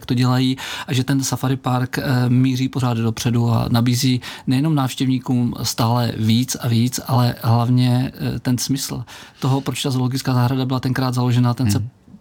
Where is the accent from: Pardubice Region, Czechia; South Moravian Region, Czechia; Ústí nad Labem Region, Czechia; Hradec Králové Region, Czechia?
Hradec Králové Region, Czechia; Dvůr Králové nad Labem; kdykoliv jsem v České republice a řeknu, že jsem ze Dvora Králové